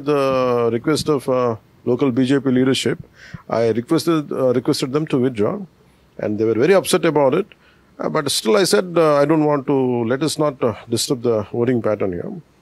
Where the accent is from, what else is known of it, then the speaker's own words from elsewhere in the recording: Hyderabad, Telangana, India; English is a second language; It is in Telangana and Hyderabad. So they cannot deny. I'm an Indian citizen. I'm a part of Telangana.